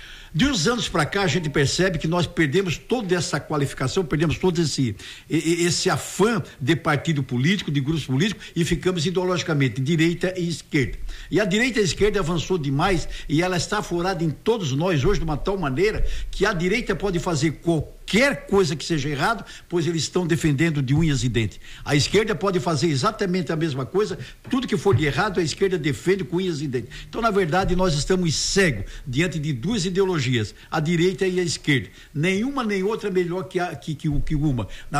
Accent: Braço do Norte, Santa Catarina, Brazil; also born or lived in Itajaí; eu nasci lá em Braço do Norte. E quando eu nasço em Braço do Norte, eu nasço de um pai operário, meu pai era operário de uma fábrica de espelho, da Espelho Santa Luzia, e a minha mãe era uma dona de casa.

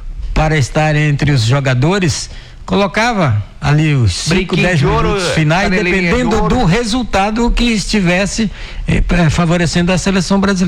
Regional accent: Brazil; Eu sou brasileiro

